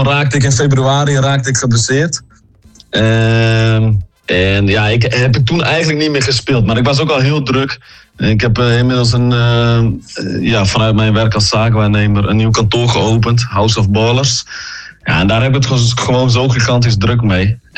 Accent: Groningen, Netherlands; ik ben een Groninger.

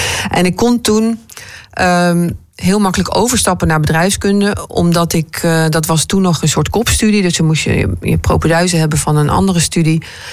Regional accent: Arnhem, Gelderland, Netherlands; moved away as an adult; now in Groningen, Netherlands

